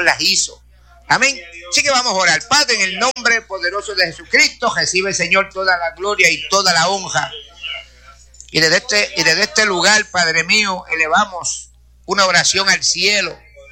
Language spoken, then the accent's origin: Spanish; Puerto Rico; orar por nuestra patria, porque Puerto Rico es una isla pequeña